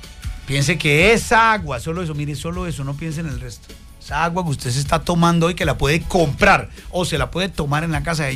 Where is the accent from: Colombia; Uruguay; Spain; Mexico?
Colombia; que está tocando aquí la puerta de nosotros como colombianos.